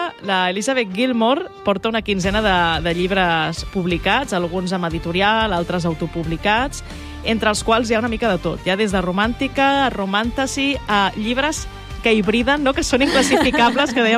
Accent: Tordera, Catalonia, Spain; avui fem parada a la ràdio del meu poble natal

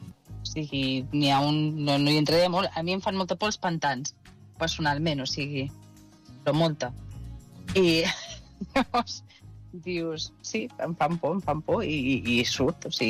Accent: Sabadell, Catalonia, Spain; now in Andorra; jo soc de Sabadell, però tinc arrels a Terres de l'Ebre

